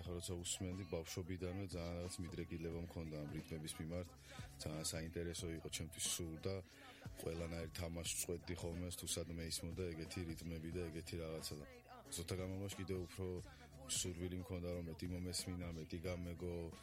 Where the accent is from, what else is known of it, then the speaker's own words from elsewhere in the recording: Tskaltubo, Imereti, Georgia; born there; also born or lived in Tekali, Lentekhi district (Svaneti); იმიტომ რომ თეკალში გავიზარდე, მესამე კლასში ვიყავი, მეოთხეში გადამსვლელში, სადაც როცა გადმოვედი წყალტუბოში ჩემი ოჯახი